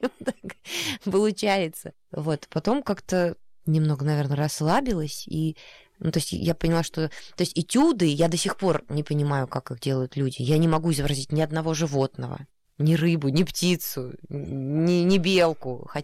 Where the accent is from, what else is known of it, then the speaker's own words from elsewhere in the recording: Don, Russia; я очень люблю эти места, вот Дон, степи, и мне очень нравится думать, что вот там моя малая родина.